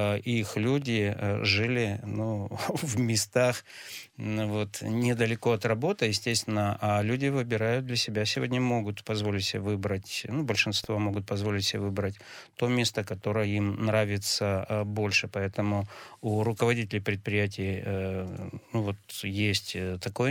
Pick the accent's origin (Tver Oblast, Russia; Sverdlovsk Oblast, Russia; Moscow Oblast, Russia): Sverdlovsk Oblast, Russia; Yekaterinburg; Конечно, я больше по Очкаловскому району, как там коренной химашевец.